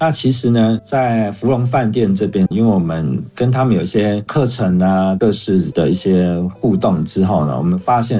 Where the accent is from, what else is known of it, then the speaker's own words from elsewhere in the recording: Taiwan; 我们台湾